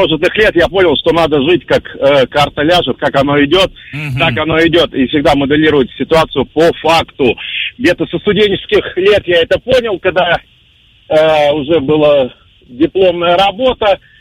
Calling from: Vologda, Vologda Oblast, Russia

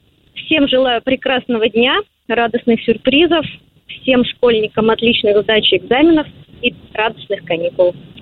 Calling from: Moscow, Russia; Я из Москвы.

